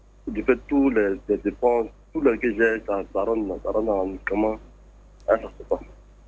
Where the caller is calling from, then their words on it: Abidjan, Côte d’Ivoire; Je loge à Yopougon